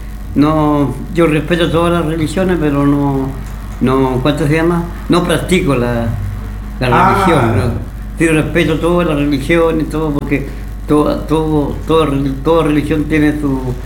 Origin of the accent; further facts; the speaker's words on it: La Pampa, Argentina; yo tengo muy bonitos recuerdos de mi época, de mi niñez en La Pampa.